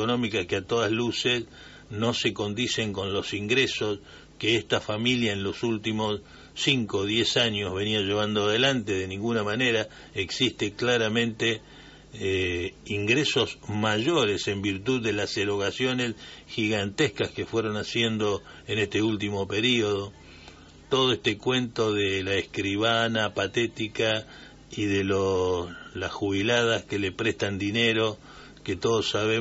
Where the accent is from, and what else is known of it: Argentina